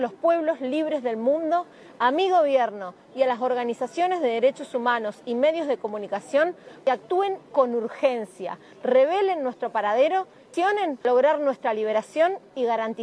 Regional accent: Argentina; soy de Argentina y tengo 42 años.

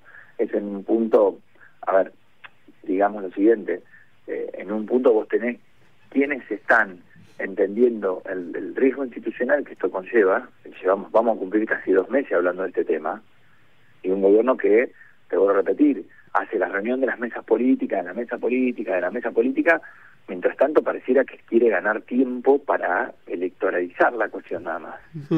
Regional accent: Argentina; lo digo como argentino

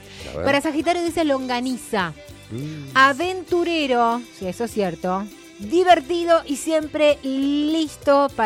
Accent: Santa Fe, Argentina; moved away; Se extraña el pago dejado atrás, ya que soy santafesina y adopté Chipo desde el año 1970.

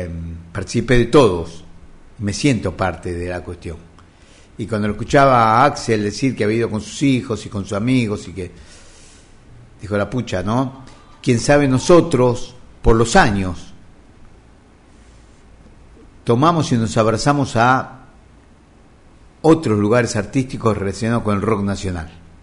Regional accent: Argentina; Como argentino sueño con la unidad nacional

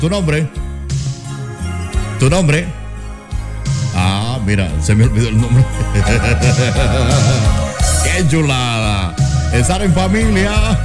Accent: Nicaragua; Somos nicaragüense, somos nicaragüense.

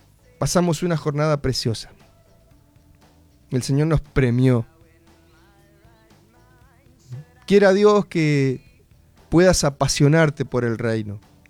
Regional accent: Mendoza, Argentina; accent: cuyano; Mis hijas me retan, no es pollo, papá, si vos sos mendocino.

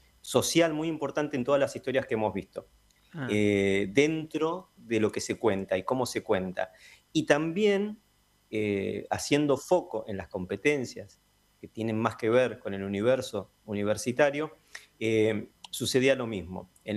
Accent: Argentina

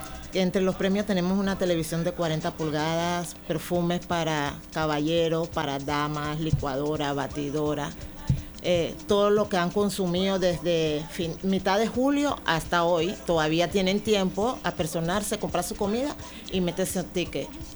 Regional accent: Colón, Panama; gracias a Colón, gracias a mi tierra

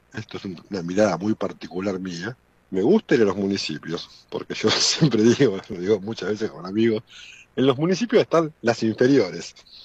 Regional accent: Buenos Aires, Argentina; yo soy de Capital Federal

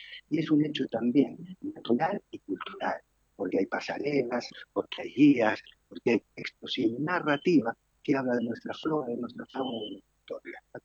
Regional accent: Paraná, Entre Ríos, Argentina; como planaenses y rentanos.

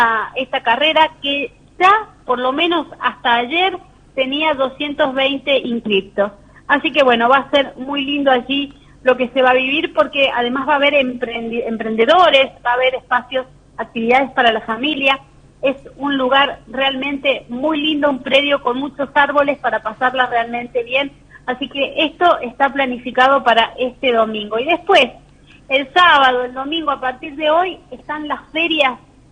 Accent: San Luis, Argentina; yo soy de la ciudad de San Luis.

